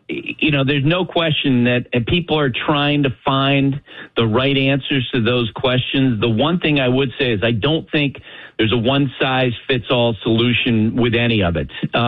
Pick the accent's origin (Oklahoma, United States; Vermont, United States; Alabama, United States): Vermont, United States; This kid that they just took out of my home state of Vermont the other day